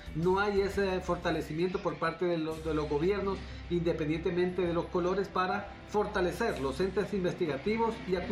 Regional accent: Honduras

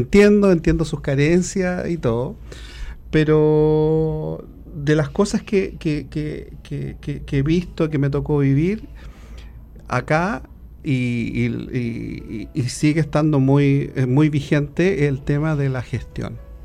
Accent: Santiago, Santiago Metropolitan Region, Chile; now in O'Higgins Region, Chile; yo soy santiaguino de tomo y lomo. O sea, de hecho no tengo ni siquiera familia en el campo.

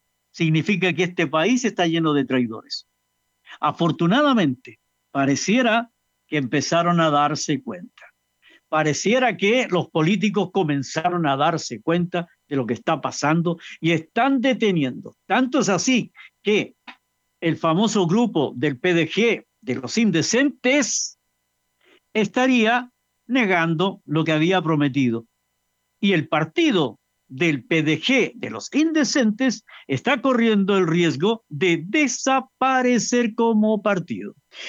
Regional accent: Chile; Yo soy dueño de Chile. Nosotros somos los dueños de Chile porque somos los ciudadanos.

